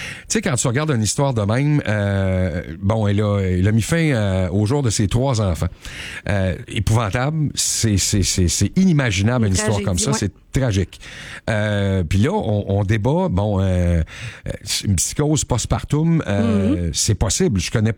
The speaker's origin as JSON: {"language": "French", "region": "Quebec", "country": "Canada", "said": "chez nous au Québec."}